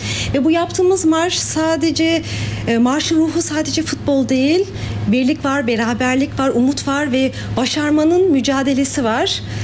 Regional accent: France; born or raised there; moved away as an adult; also born or lived in Turkey; now in Germany

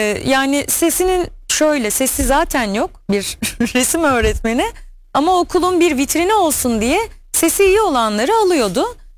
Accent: Istanbul, Turkey; Ben jeofizik mühendisliği okumam bilmediğim bir şehirde dedim ki, İstanbul'da doğdum büyüdüm. İstanbul'da okumak istiyordum.

